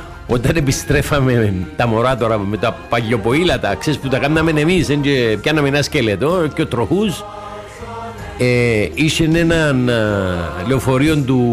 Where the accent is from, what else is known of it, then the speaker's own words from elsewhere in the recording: Klirou, Nicosia District, Cyprus; born there; εγώ γεννήθηκα στην Κλήρου